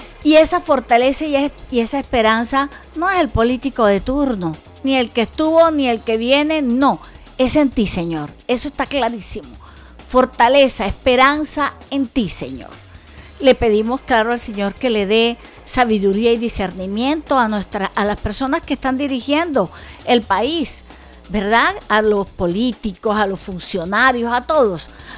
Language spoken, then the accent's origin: Spanish; Colombia